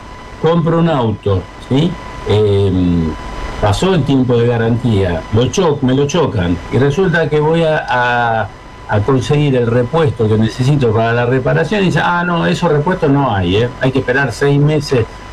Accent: Argentina; nosotros como argentinos

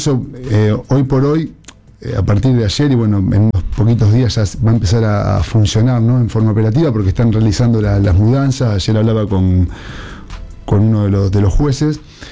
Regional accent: Casilda, Santa Fe, Argentina; somos de Casilda

